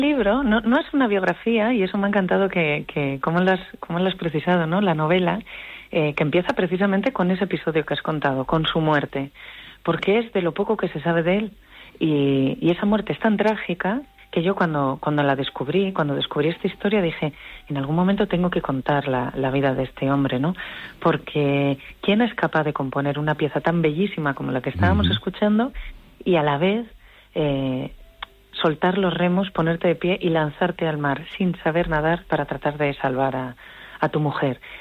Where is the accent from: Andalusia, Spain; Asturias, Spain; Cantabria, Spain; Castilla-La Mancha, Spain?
Cantabria, Spain; Santander; yo soy de Santander, y por ejemplo está el Paseo Pérez Galdós, o el Paseo Pereda